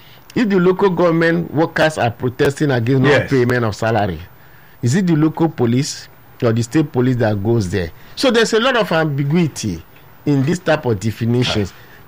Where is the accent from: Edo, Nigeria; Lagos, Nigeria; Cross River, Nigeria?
Cross River, Nigeria; I'm from Cross River